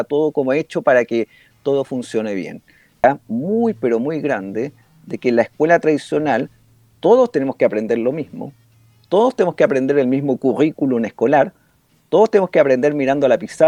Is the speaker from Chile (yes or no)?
yes; Chile; Todos como chilenos, todos que cohabitamos este país